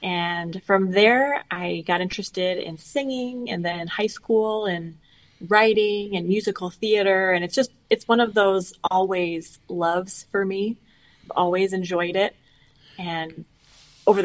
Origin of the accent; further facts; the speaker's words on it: West Chicago, Illinois, United States; moved away as an adult; now in Brewster, Washington, United States; I grew up in West Chicago, Illinois, and moved out to Washington back in 2013.